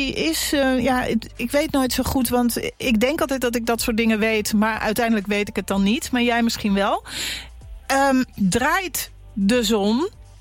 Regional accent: Kampen, Overijssel, Netherlands; Ik kom ook uit Kampen.

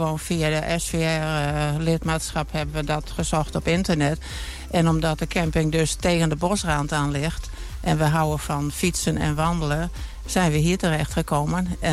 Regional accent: Stiens, Friesland, Netherlands; Ik kom uit Stiens.

